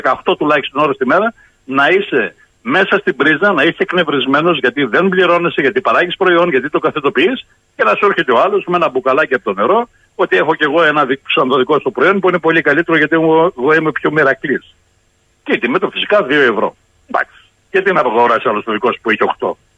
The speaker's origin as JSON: {"language": "Greek", "region": "Thessaly", "country": "Greece", "said": "Εγώ ζω σε μια περιφέρεια, η οποία είναι στερά Ελλάδα, αλλά το χωριό μου γεωγραφικά είναι μέσα στη Θεσσαλία."}